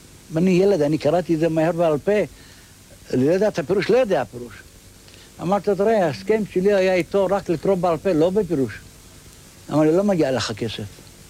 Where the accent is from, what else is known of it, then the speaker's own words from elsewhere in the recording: Jerusalem, Jerusalem District, Israel; אני גדלתי בעיר העתיקה, וגדלתי בתוך ישיבת פרת יוסף.